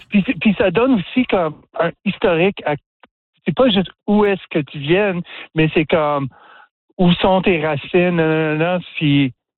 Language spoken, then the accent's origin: French; Ontario, Canada; also born or lived in Quebec / Maritimes; now in Newfoundland, Canada; moi, je viens de l'Ontario, mm-hmm. passé beaucoup de temps au Québec, au Maritime